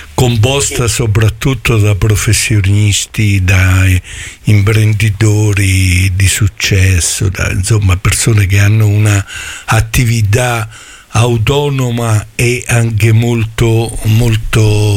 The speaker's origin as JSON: {"language": "Italian", "town": "Montappone", "region": "Marche", "country": "Italy", "tie": "born or raised there", "said": "anch'io sono originario del Fermano, forse non del borgo più bello, anzi sicuro no, perché stiamo in Santa Vittoria, ma sono di Mondappone, però un posto molto molto operativo, diciamo, operativo."}